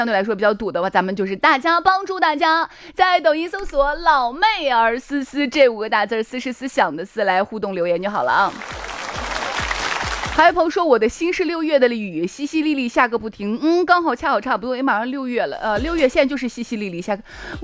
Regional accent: Shaanxi, China; 其实我们陕西话真的啊高大上

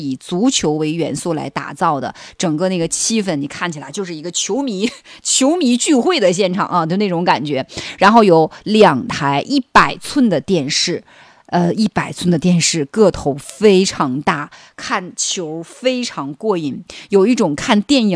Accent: Northeast China, China; 也是让我们东北人很自豪的一件事情

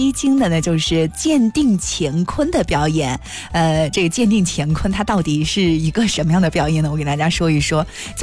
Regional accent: Kashgar, Xinjiang, China; 那么对于我们喀什人来说呢，也是非常熟悉的一个技艺了，

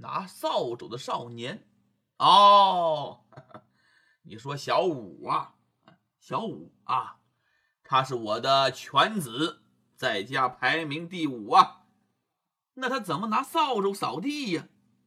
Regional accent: China; 由于这些人皮肤那相对我们中国人来说，比较黑

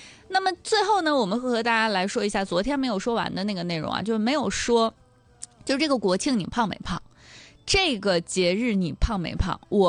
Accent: Dalian, Liaoning, China

